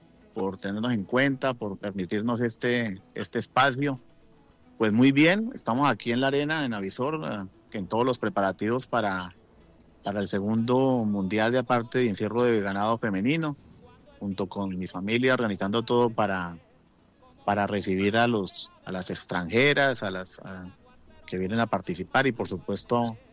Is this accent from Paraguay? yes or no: no; Llanos Orientales, Colombia; nosotros somos llaneros